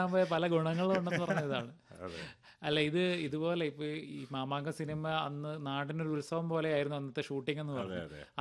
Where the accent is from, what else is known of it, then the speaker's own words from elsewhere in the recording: Kerala, India; ഇത് ഇതുപോലെ എന്റെ നാട്ടിലും തൊടുപുഴ അടുത്ത ഒരു ഗ്രാമത്തിലായിരുന്നു.